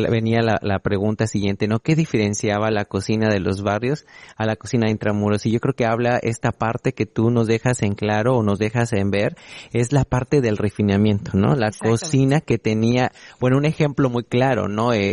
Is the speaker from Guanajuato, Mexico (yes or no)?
no; Campeche, Mexico; yo vengo de San Román con mis abuelos